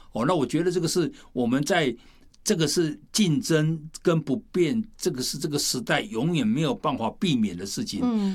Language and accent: Chinese; China; 我们中国人常常讲的是活到老学到老